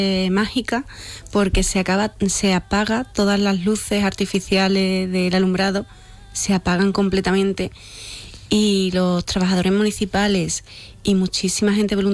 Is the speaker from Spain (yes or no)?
yes; Aroche, Andalusia, Spain; Yo en ese tiempo era guía de turismo de mi pueblo.